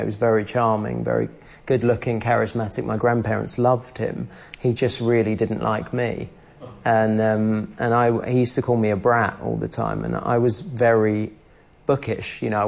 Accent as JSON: {"language": "English", "region": "London", "country": "United Kingdom", "tie": "born or raised there", "said": "I grew up in London, in quite a rough bit of London, not a posh bit of London."}